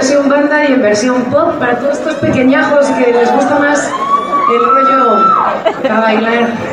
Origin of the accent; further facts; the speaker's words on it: Spain; now in Mexico; a pesar de ser española me siento muy mexicana, de corazón también, tengo familia mexicana y tengo años en México.